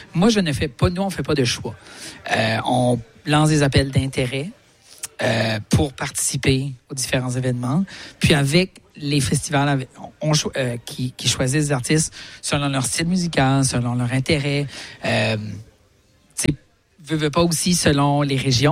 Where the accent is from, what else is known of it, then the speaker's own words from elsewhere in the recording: Canada; Et le sommet 2028 aura lieu chez nous, au Canada.